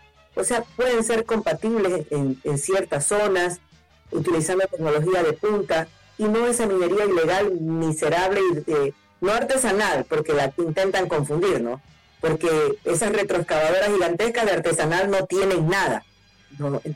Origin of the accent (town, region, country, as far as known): Ecuador